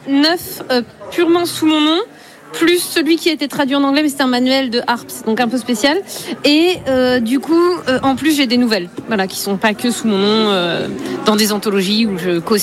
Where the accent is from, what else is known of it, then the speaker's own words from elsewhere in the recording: Brittany, France; c'est ma culture vu que je suis bretonne. Donc c'est sûr que c'est ma culture de base. J'ai grandi dedans